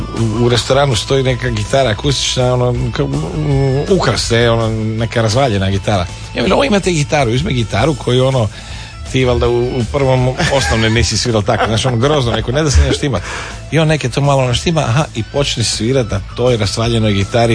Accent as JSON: {"language": "Croatian", "country": "Croatia", "said": "on je bio par puta tu kod nas u Hrvatskoj gostovao."}